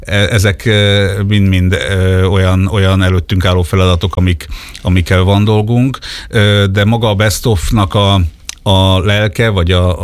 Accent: Sopron, Győr-Moson-Sopron, Hungary; Sopronban, én Soproni vagyok

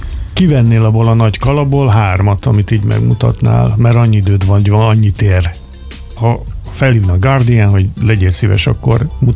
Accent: Hungary; magyarok vagyunk 10 minuszan, 10 millió minusz, és van egy nyelvünk, amit gyakorlatilag más nem beszél, csak mi.

